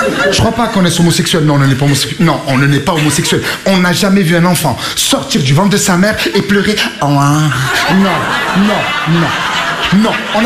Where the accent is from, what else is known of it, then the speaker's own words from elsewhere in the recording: Marseille, Provence-Alpes-Côte d'Azur, France; je viens de Marseille. Marseille, une ville connue pour deux choses.